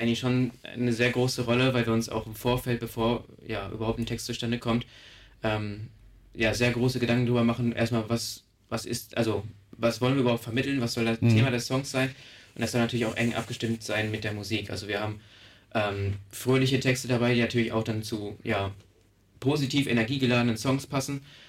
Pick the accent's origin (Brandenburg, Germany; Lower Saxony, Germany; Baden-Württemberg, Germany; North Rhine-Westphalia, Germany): Lower Saxony, Germany; Oldenburg; Also wir proben im K-Lag, wir kommen aus Oldenburg.